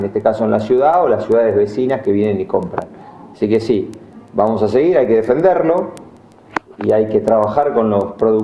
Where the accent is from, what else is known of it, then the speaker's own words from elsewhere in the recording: Argentina; nosotros estábamos muy acostumbrados como argentinos